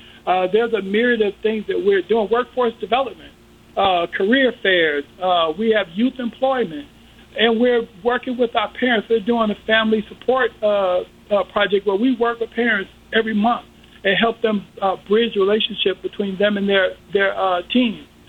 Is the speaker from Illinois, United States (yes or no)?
yes; Chicago, Illinois, United States; I grew up on the West Side. I grew up in Austin. My family moved there in 1970 when I was one.